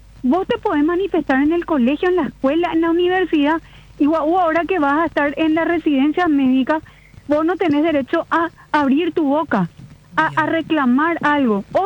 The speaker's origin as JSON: {"language": "Spanish", "country": "Paraguay", "said": "¿qué es lo que nosotros queremos como paraguayos?"}